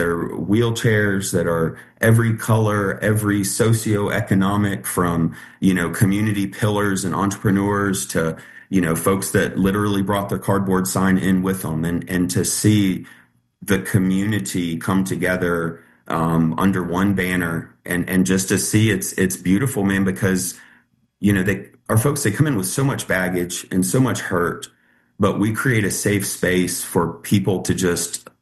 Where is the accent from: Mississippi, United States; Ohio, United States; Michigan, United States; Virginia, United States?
Virginia, United States; Richmond; now in Southwest Virginia, United States; So I moved here from Richmond, Virginia, about a week after my high school graduation, with my mom and my dad and my daughter, who I had when I was 16.